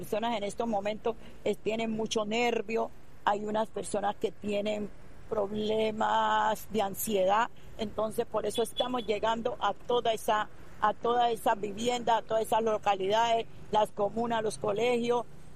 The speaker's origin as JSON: {"language": "Spanish", "town": "Buenaventura", "region": "Valle del Cauca", "country": "Colombia", "said": "Afectados somos todos los de Buenaventura"}